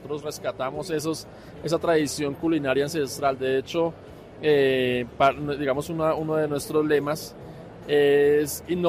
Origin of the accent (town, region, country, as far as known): Bogotá, Colombia; born there